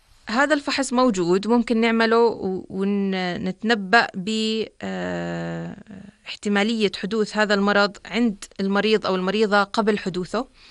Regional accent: Jordan; الآن موجودة ومتوفرة عندنا في الأردن

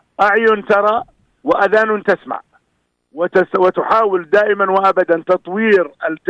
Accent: Jordan

